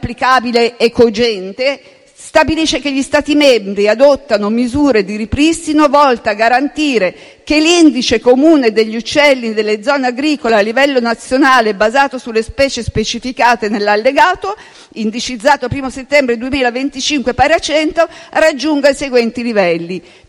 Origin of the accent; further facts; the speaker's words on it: Lombardy, Italy; Io sono lombarda